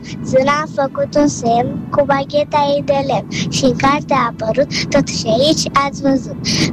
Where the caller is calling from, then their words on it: Sibiu, Sibiu County, Romania; din Sibiu, am 8 ani